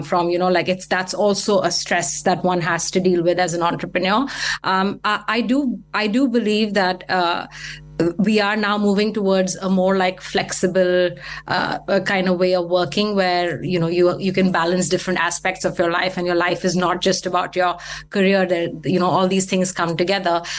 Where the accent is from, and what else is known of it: New Delhi, Delhi, India; born or raised there; moved away as an adult